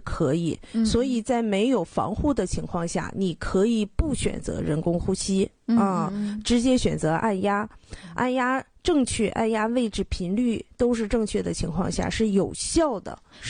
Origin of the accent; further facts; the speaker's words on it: Dalian, Liaoning, China; accent: Dalian; 用咱们大连话叫心口窝了。